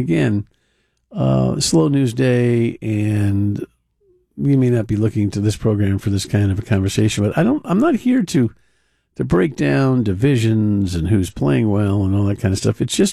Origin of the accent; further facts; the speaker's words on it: New York, United States; also born or lived in New Jersey; As a kid growing up in New York, New Jersey, I loved roller derby.